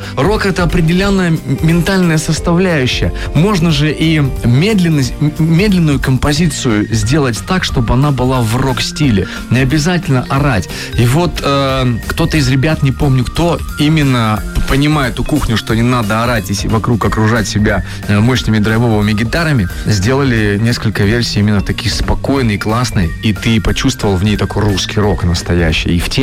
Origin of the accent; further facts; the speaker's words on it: Chelyabinsk, Chelyabinsk Oblast, Russia; потому что они соседи наши. Я из Челябинска, они Екатеринбурга, да.